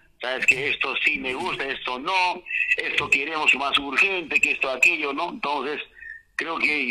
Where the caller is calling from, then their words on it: Chumbivilcas, Cusco, Peru